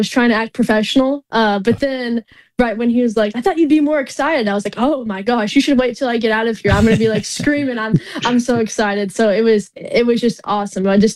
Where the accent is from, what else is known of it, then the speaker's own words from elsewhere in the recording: Bardstown, Kentucky, United States; moved away as an adult; now in Melbourne, Florida, United States; I go to school in Melbourne, Florida, but I'm actually from Bardstown, Kentucky. So the bourbon capital of the world.